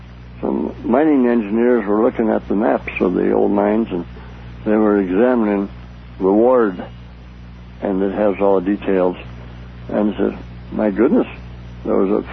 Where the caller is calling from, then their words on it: Reno, Nevada, United States; I'm calling from Reno.